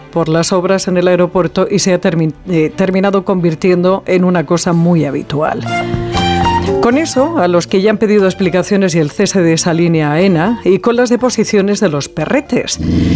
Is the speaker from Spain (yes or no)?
yes; Alicante, Valencian Community, Spain; now in Madrid, Spain; de la misma manera le digo como alicantina que ha dado más disgustos familiares que el testamento